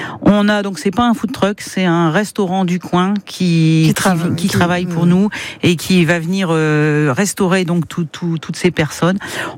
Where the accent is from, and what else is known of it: Picardy, France